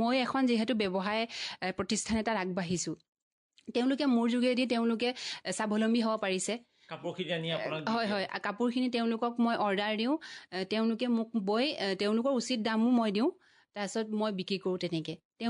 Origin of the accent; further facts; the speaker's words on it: Biswanath Chariali, Assam, India; also born or lived in Morigaon; মোৰ মাৰ ঘৰ বিশ্বনাথ চাৰিআলি।